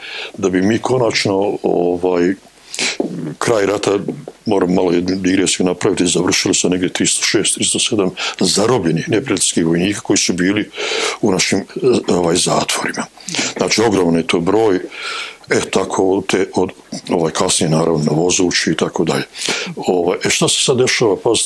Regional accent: Mostar, Federation of Bosnia and Herzegovina, Bosnia & Herzegovina; moram to naglasiti, jer dolazim iz Mostara i sredine gdje sam učestvovao aktivno u tim borbama i protiv Hrvatske vojske

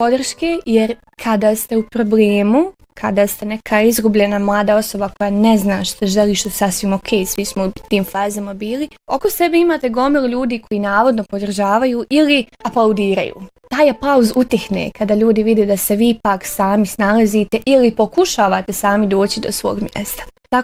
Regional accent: Sarajevo, Federation of Bosnia and Herzegovina, Bosnia & Herzegovina; Ja sam rođena u Sarajevu, imala sam tu privilegiju

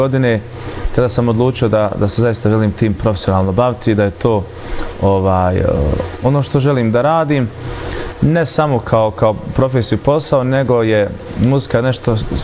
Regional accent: Mulići, Federation of Bosnia and Herzegovina, Bosnia & Herzegovina; Bitno navesti to da dolazim iz Mulića, mjesto koje je rasadnik talenata

